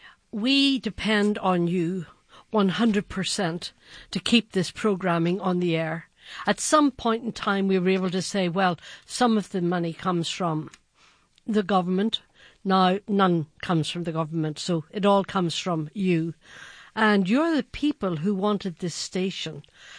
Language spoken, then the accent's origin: English; Mexico City, Mexico; I came here from Mexico City, and I was shocked that there wasn't a classical music station here.